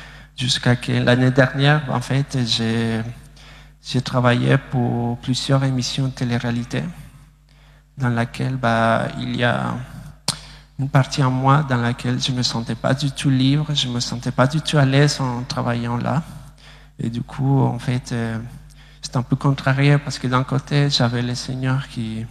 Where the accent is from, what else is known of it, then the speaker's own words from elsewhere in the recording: Bolivia; j'ai 25 ans et je suis bolivien. Je viens de la Bolivie, en fait, je se trouve en Amérique du Sud.